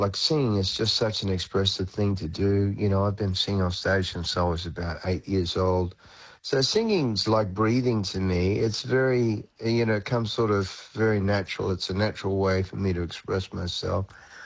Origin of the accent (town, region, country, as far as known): Australia; born or raised there